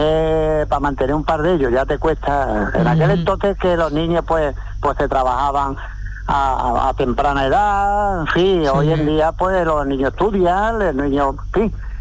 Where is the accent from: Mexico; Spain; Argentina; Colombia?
Spain; Paterna de Rivera, Andalusia; born there; now in Fuengirola, Spain; este es especial, este es mi pueblo, este lo llevo con orgullo